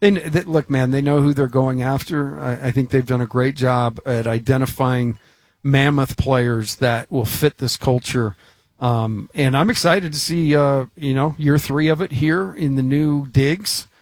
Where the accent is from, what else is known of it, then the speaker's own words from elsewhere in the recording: Highland, Utah, United States; I grew up in an area, you know, I grew up in Highland before Highland was cool.